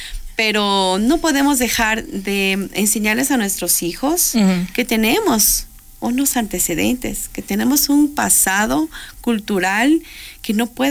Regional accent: Ecuador; como artistas, como ecuatorianos.

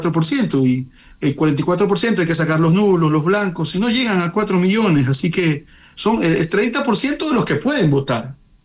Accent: Ecuador; yo soy parte de la Unión Ecuatoriana Palestina

